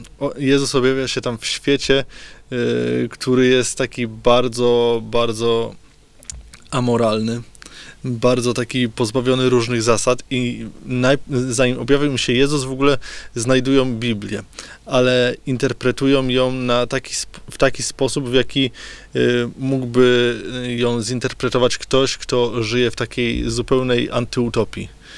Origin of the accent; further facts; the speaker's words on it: Kashubia, Poland; no bo ja jestem Kaszubą